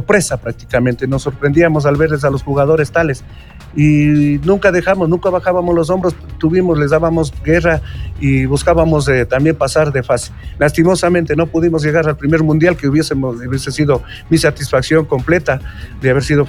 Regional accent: Ecuador

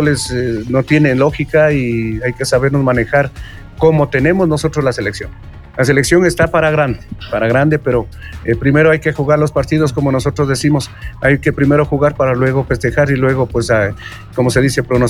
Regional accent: Ecuador

